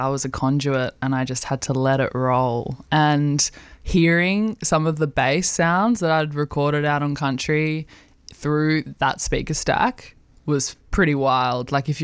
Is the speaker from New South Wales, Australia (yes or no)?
no; Alice Springs, Northern Territory, Australia; moved away; also born or lived in Melbourne; I grew up on Arduna country in Alice Springs, and my family were heavily intertwined with KAMA, the Central Australian Aboriginal Media Association.